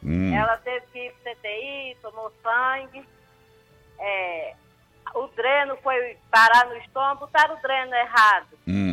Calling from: Divinópolis, Minas Gerais, Brazil; Divinópolis, Minas Gerais.

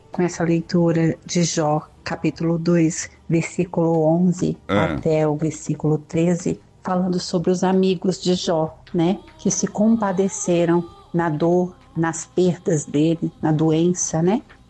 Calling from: Brasília, Federal District, Brazil; Falo aqui de Brasília, Distrito Federal.

